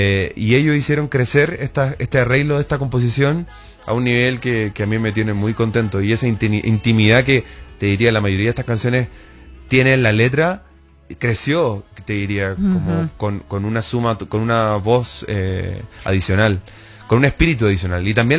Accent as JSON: {"language": "Spanish", "town": "Santiago", "region": "Santiago Metropolitan Region", "country": "Chile", "said": "Entonces yo siempre tendría que decir, o lo más probable es que diga vengo de Santiago de Chile."}